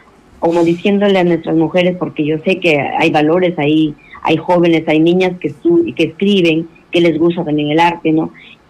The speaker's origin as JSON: {"language": "Spanish", "town": "Yapatera", "region": "Piura", "country": "Peru", "tie": "born or raised there", "said": "porque yo he vivido ahí, como te digo, me he criado ahí, he estudiado ahí, y entonces, y queriendo también resaltar y darle ese valor a mi pueblo, ¿no? A mi pueblo afro."}